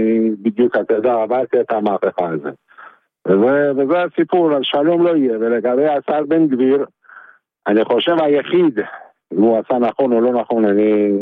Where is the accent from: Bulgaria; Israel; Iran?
Iran; תשמע, אני גדלתי בשכונה באיראן, שהמוסלמים היינו שכנים והיינו אחים, והיינו יותר ממה שאתה חושב.